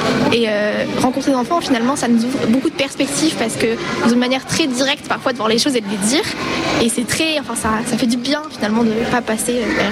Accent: Nancy, Grand Est, France; donc on vient de Nancy.

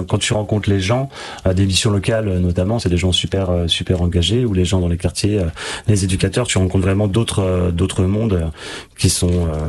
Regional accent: Grand Est, France; c'était moi qui viens du Toulois.

